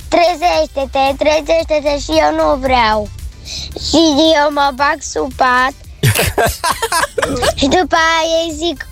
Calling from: Bistrița, Bistrița-Năsăud, Romania; din Bistrița și am 6 ani.

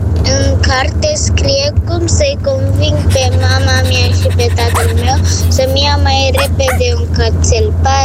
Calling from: Romania; din Dudeș, am 6 ani.

